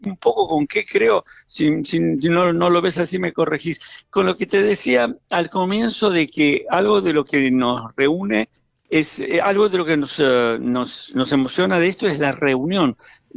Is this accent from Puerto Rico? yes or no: no; Argentina; soy argentino yo también